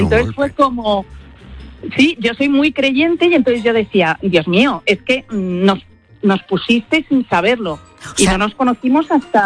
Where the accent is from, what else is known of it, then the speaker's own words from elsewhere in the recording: Pozuelo de Alarcón, Community of Madrid, Spain; Les cuento, mi futuro marido y yo, los dos somos de Pozuelo, pero no nos conocíamos para nada.